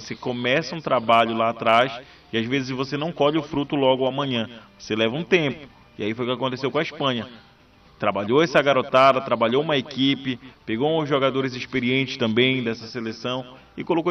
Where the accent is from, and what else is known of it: Brazil